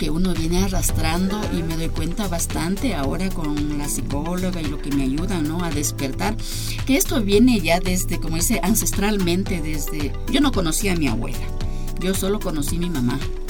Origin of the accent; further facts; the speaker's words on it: Macas, Morona Santiago, Ecuador; moved away as an adult; also born or lived in La Concordia, Ecuador; me vine del oriente porque yo me crié en Macas. Y me vine del oriente a la Concordia porque yo he nacido en la Concordia, soy concordense.